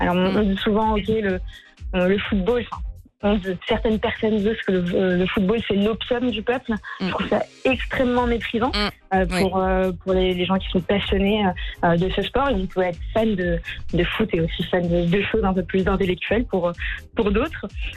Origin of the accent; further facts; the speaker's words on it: Casablanca, Casablanca-Settat, Morocco; J'ai grandi à Casablanca, juste en fait, je suis au Stade d'Honneur que vous devez connaître finalement.